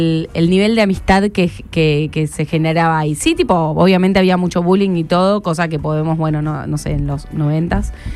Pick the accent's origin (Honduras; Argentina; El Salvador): Argentina; born or raised there; moved away as an adult; now in Buenos Aires, Argentina